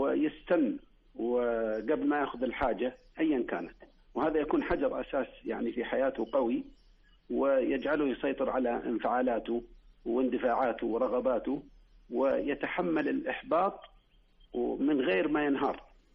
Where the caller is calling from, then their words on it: Bisha, Asir, Saudi Arabia